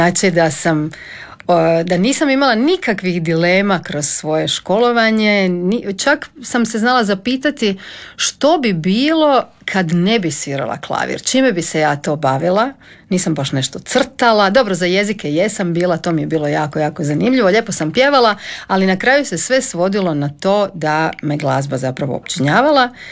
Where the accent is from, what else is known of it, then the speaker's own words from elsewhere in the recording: Šibenik, Šibenik-Knin County, Croatia; Iz Šibenika sam i tamo je sve nekako u tonu glazbe.